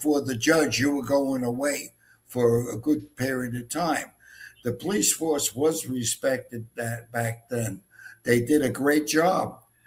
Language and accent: English; Brooklyn, New York, United States; born there; accent: Brooklyn; Yeah, that basically, I was born in Brooklyn, New York. You could never tell from the accent.